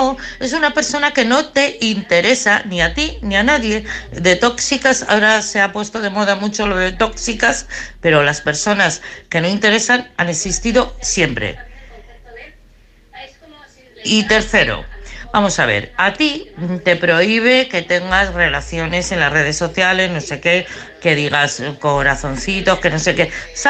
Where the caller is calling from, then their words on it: Madrid, Community of Madrid, Spain; de Madrid.